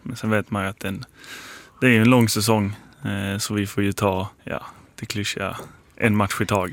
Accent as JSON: {"language": "Swedish", "town": "Malmö", "region": "Skåne", "country": "Sweden", "tie": "born or raised there", "said": "Det är väl staden jag är uppväxt i."}